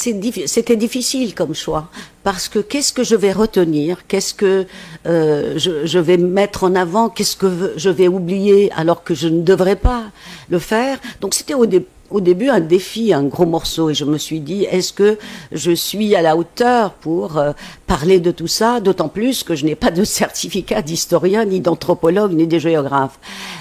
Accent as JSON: {"language": "French", "town": "Tunis", "region": "Tunis Governorate", "country": "Tunisia", "moved": "as an adult", "said": "Je suis partie de Tunis après mes études à la faculté."}